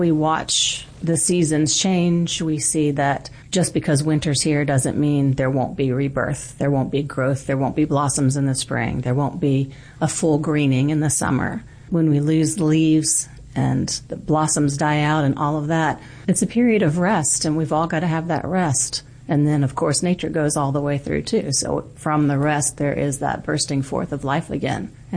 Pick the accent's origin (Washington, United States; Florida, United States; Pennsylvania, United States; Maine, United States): Florida, United States; I'm originally from Florida, so there's a lot of ocean.